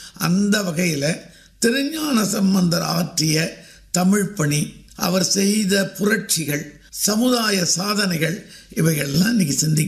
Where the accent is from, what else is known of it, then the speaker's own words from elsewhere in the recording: Chidambaram, Tamil Nadu, India; சிதம்பரமே தான். அங்க இருந்து கொண்டு தமிழ் பணியும் இறை பணியும் செய்கிறேன்.